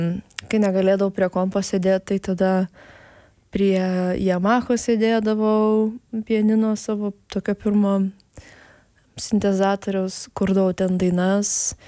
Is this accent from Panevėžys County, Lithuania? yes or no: yes; Panevėžys, Panevėžys County, Lithuania; Aš užaugau Panevėžy.